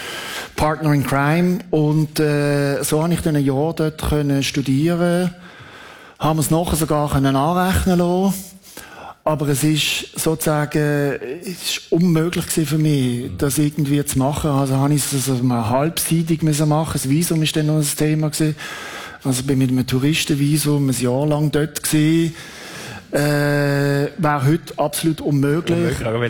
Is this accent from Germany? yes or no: no; Switzerland; schau, ich bin Schweizer, mir ist da, ich bin neutral